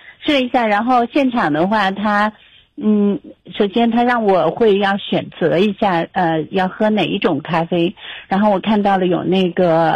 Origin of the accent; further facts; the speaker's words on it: Wuxi, Jiangsu, China; 我老家是无锡